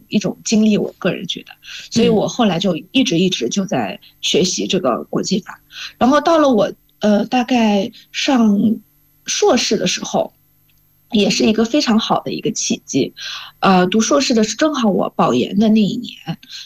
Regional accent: China

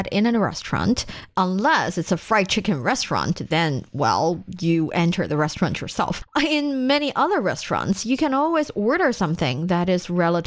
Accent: Taiyuan, Shanxi, China; Well, I am from Taiyuan, which is the provincial capital of Shanxi Province

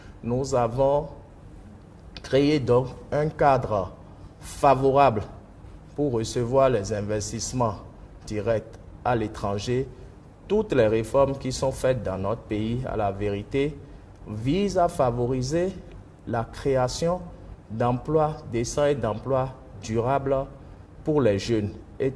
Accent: Benin; chez nous au Bénin

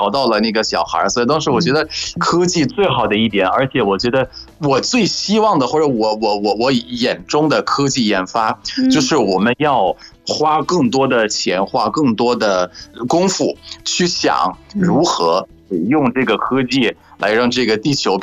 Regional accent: Egypt; 我是来自埃及的

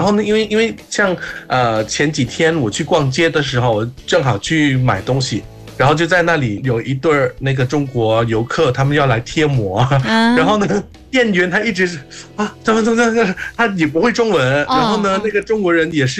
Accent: Thailand; Chinese is a second language

